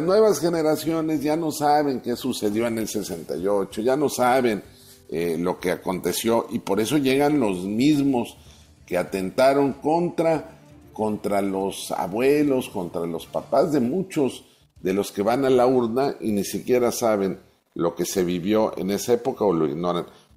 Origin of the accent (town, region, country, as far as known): Mexico